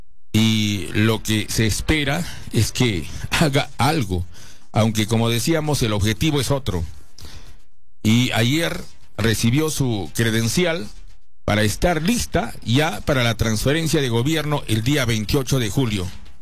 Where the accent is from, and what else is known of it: Peru